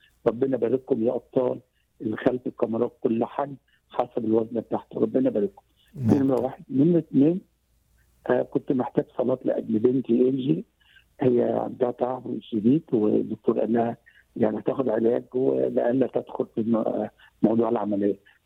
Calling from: Cairo, Cairo Governorate, Egypt; من القاهرة هنا ومن مصر

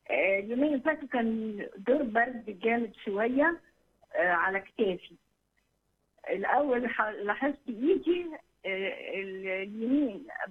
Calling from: Egypt; انا من مصر.

